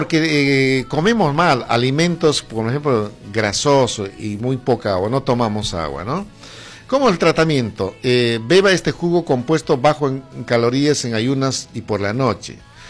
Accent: Bolivia; nosotros como bolivianos

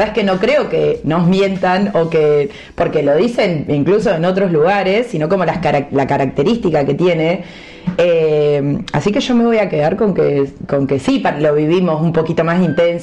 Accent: Argentina

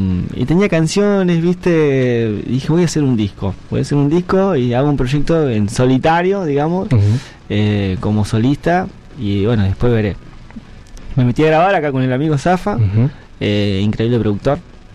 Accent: Cutral Có, Neuquén, Argentina; moved away as an adult; now in Neuquén, Argentina; Yo soy de Cutralcó, nací y me crié allá, hace 2 años estoy viviendo en Neuquén.

